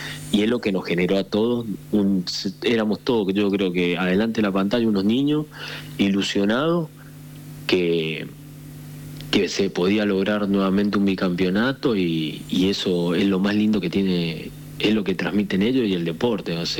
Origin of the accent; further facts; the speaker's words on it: San Juan, Argentina; moved away as an adult; now in Uruguay; yo nací de los 4 años en San Juan. Jugué en San Martín, crecí en San Martín, me formé en San Martín